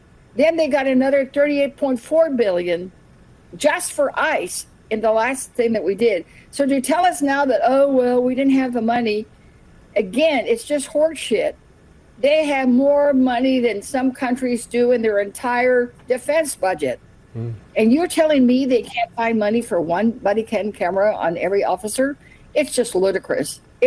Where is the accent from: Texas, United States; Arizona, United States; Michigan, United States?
Texas, United States; Again, I'm from Texas.